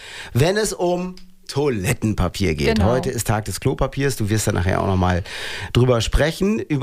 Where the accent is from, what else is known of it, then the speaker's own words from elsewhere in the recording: Germany; Wir sind Deutsche